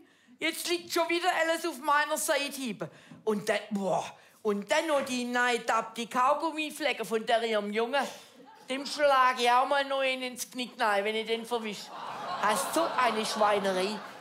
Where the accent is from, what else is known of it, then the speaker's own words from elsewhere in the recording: Baden-Württemberg, Germany; Das ist ja bei uns im Schwabenland auch geschriebenes Gesetz, aber jeder hält sich dran.